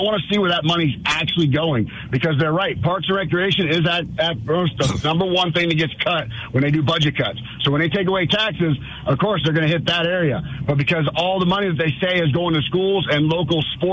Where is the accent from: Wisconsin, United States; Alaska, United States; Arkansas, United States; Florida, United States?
Florida, United States; Vero Beach; In my hometown of Vero Beach